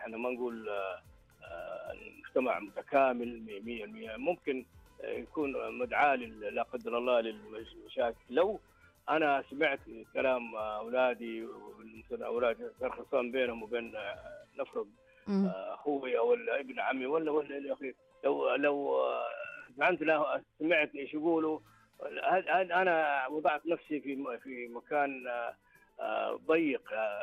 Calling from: Saudi Arabia; وتعرف احنا مجتمع سعودي ومجتمع مترابط.

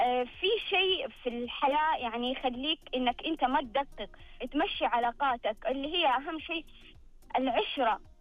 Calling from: Hejaz, Saudi Arabia; وهو يقصد عندنا في الحجاز التوماتيك.

